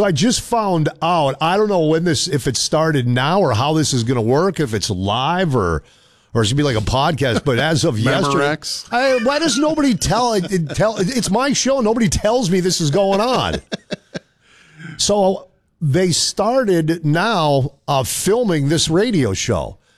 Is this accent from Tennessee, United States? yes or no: no; Minnesota, United States; moved away; born and raised on Minnesota's Iron Range. Love my home state.